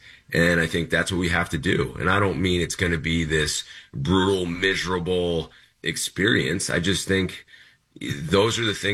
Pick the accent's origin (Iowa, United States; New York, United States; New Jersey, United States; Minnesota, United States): New Jersey, United States; now in Miami, United States; You know, I'm from New Jersey.